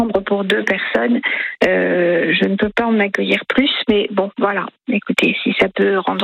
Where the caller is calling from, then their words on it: Île d'Oléron, Nouvelle-Aquitaine, France; moi je suis loin du bassin d'Arcachon puisque j'habite sur l'île d'Oléron, mais j'ai aussi une petite maison sur Arcachon